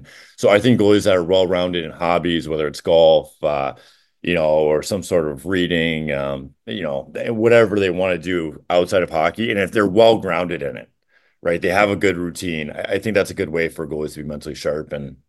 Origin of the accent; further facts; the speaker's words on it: Janesville, Wisconsin, United States; She's from Rockford area. I was from Janesville.